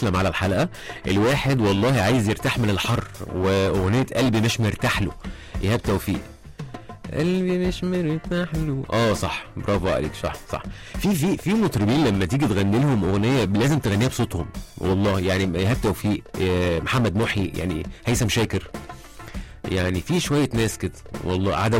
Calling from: Alexandria, Alexandria Governorate, Egypt; من اسكندريه،

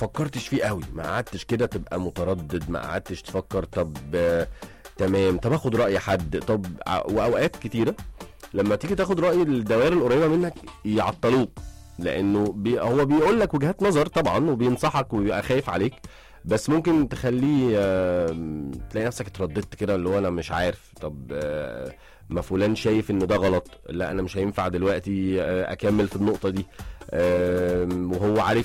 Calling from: Ismailia, Ismailia Governorate, Egypt; صباح الفل عليك … بسمعك من الاسماعيليه

